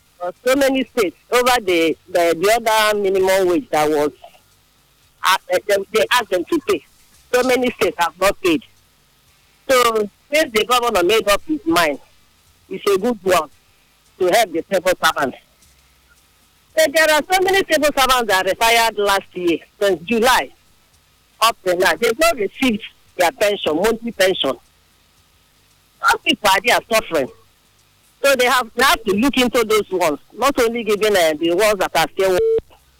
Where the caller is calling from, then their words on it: Nigeria; I'm calling from Odibo.